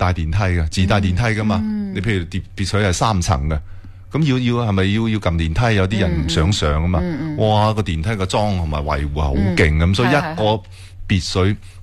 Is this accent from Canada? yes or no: no; Foshan, Guangdong, China